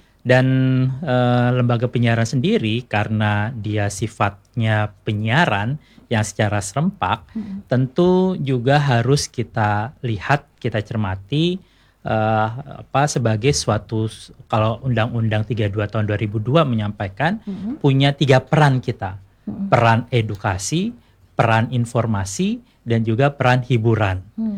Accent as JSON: {"language": "Indonesian", "region": "Aceh", "country": "Indonesia", "said": "membawa identitas kita sebagai suatu bangsa gitu ya, sebagai orang Aceh ya khususnya misalnya."}